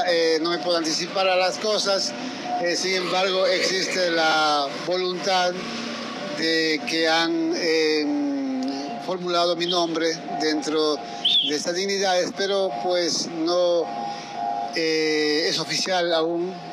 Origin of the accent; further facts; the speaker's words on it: La Troncal, Cañar, Ecuador; como ciudadano, como modesto ciudadano de la Cantona Troncal.